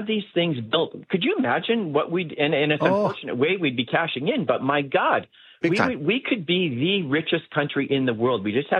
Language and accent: English; British Columbia, Canada; I want to see pipelines, as a matter of fact, as a British Columbian.